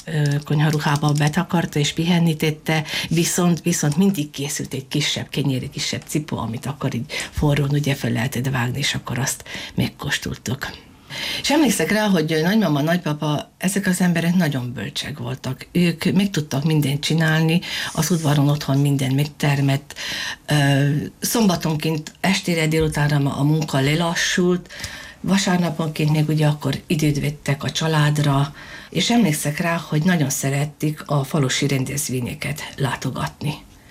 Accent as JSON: {"language": "Hungarian", "town": "Dobrovnik", "region": "Prekmurje", "country": "Slovenia", "tie": "born or raised there", "said": "Dobronakon születtem, ott is töltöttem a gyermekévemet."}